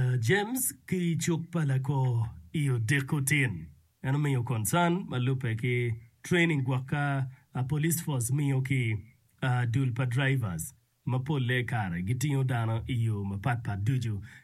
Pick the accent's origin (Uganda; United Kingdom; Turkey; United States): Uganda; Laibi, Northern Region; from Laibi.